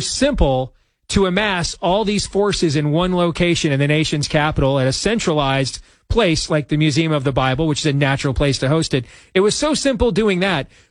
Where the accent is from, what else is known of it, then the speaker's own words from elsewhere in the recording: Iowa, United States; Rob Sand in my home state